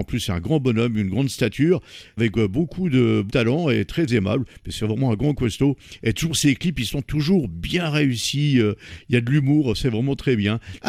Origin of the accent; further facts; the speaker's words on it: Germany; alors que moi je viens d'Allemagne.